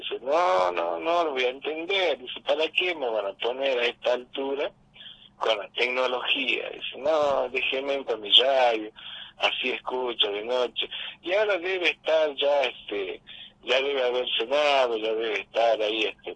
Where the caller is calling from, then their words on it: San Salvador de Jujuy, Jujuy, Argentina; Nosotros somos de San Salvador.